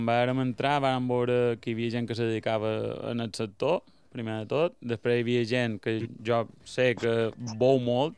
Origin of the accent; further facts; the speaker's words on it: Santa Maria del Camí, Balearic Islands, Spain; Nosaltres som de Santa Maria.